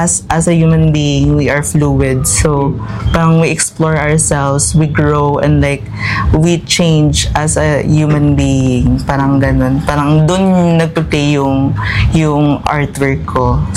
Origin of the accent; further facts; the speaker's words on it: Aklan, Philippines; I'm from Boracay. So growing up, I go to the beach